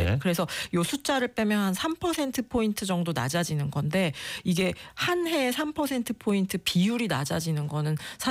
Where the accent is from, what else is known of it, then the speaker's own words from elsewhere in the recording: South Korea; 저도 한국에서 나고 자랐으니까요.